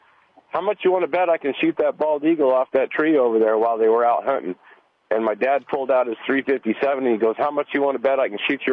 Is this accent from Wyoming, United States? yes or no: yes; Dubois, Wyoming, United States; I grew up in Du Bois, Wyoming